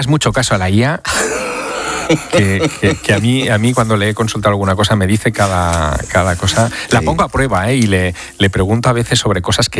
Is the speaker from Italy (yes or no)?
no; Teruel, Aragon, Spain; Vas a contar a mí que soy de Teruel, que el territorio me lo conozco mucho